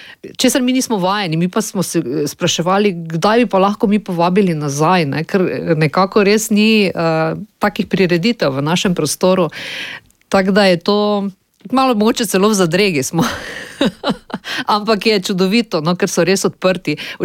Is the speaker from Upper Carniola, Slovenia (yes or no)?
no; Šentilj, Drava, Slovenia; od tam, odkudr prihajam iz Šentilja, nekak nimamo teh niti dvojezičnih kakšnih sodelovanj, niti se v osnovni šoli naša generacija ni učila nemško.